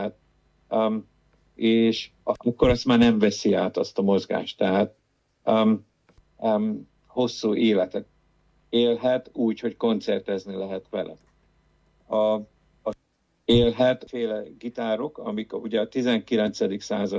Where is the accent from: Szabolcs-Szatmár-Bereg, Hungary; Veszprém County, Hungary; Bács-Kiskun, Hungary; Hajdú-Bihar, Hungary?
Bács-Kiskun, Hungary; Baja; born or raised there